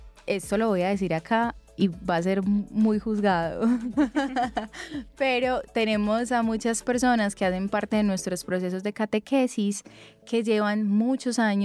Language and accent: Spanish; Antioquia, Colombia; somos paisas y somos querendones